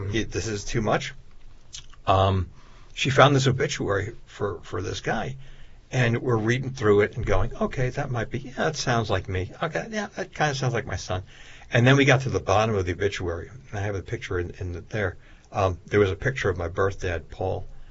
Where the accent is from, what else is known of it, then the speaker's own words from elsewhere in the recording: Long Island, New York, United States; growing up on Long Island, we used to have so many bookstores that went away.